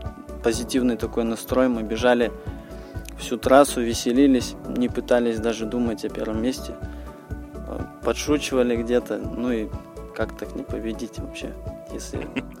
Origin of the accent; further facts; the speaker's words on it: Kysyl-Syr, Sakha Republic, Russia; born there; also born or lived in Omsk; now in Mirny, Russia; Вообще, я живу в Якутии. Ну, сам родился в Якутии, в поселке Кысылсыр, Свилюйского района. Но я уезжал учиться в Омск, затем поехал в армию и после армии сюда попал.